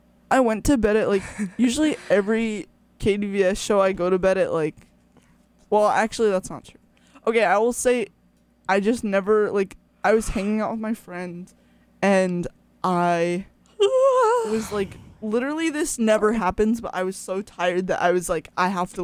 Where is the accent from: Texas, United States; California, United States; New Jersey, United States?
California, United States; Davis; growing up in Davis